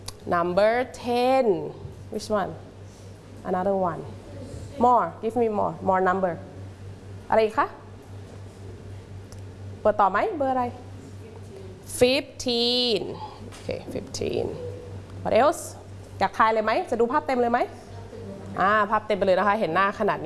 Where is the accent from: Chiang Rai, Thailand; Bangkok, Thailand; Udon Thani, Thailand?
Udon Thani, Thailand; I am from Udon Thani นะคะ จังหวัดอุดรธานีที่ภาคอีสานของเรานี่เองนะคะ